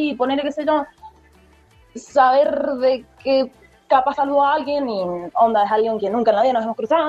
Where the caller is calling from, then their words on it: Maipú, Mendoza, Argentina; de Maipú.